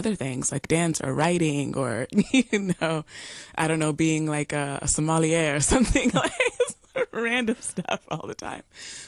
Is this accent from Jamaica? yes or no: yes; Jamaica; I'm Jamaican, so I love cooking Jamaican food.